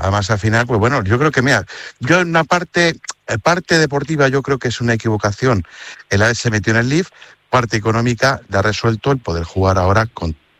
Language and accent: Spanish; Community of Madrid, Spain; 100.000 madrileños, somos muchos madrileños por el mundo.